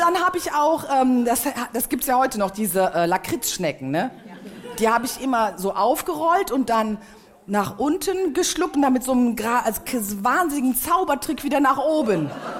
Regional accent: Germany; ich bin ja in der Eifel aufgewachsen. Wir hatten doch nichts. Was hatten wir denn? Wir hatten doch nichts. Das Armenhaus Deutschlands waren wir.

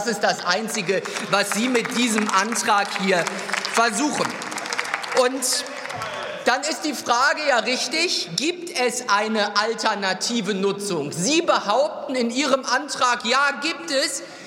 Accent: Mecklenburg-Vorpommern, Germany; Mecklenburg-Vorpommern nicht einfach irgendein Punkt auf der Landkarte, sondern eine wichtige Gemeinde in meiner Heimatregion

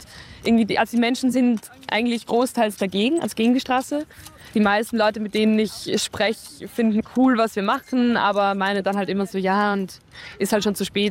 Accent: Lower Austria, Austria; Ich bin in der Nähe hier auch aufgewachsen, in der Schule gewesen

